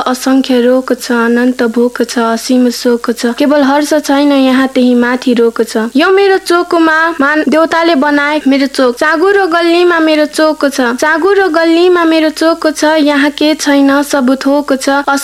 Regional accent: Nuwakot, Bagmati, Nepal; now in Kapan, Nepal; मेरो पनि कपनमै हो अनि घर चाहिँ नुवाकोटमा हो।

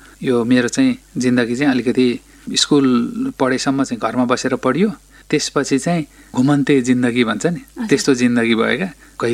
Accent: Bhojpur, Koshi Province, Nepal; moved away; म गाउँमै जन्मिए हुर्किएको, एकदमै गाउँ पनि टिपिकल गाउँ क्या, दूरदराज भनिन्छ नि नेपाली भाषामा। त्यस हिसाबले चाहिँ त्यो सानोदुम्माको गाउँघरमा जन्मिएको मान्छे हो, अब सामान्य परिवारमा।

